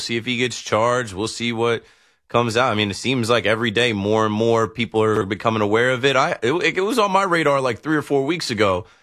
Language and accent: English; Ocean Township, New Jersey, United States; I'm from New Jersey. I'm not from the towns. I'm from the township of Ocean.